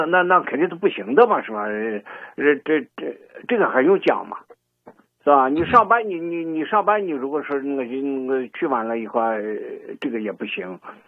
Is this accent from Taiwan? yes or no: no; China; now in Canada; 我们从中国来的时候，你看中国这个速度啊